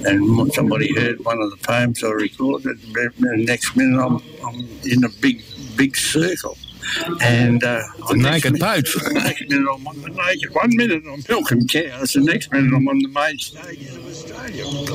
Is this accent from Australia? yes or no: yes; New South Wales, Australia; I was born on the Northern Rivers in New South Wales in 1942.